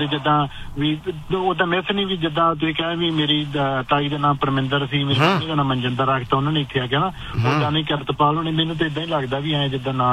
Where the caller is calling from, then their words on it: Faridkot, Punjab, India; ਮੈਂ ਵੀ ਫਰੀਦਕੋਟ ਤੋਂ ਆ ਬਾਈ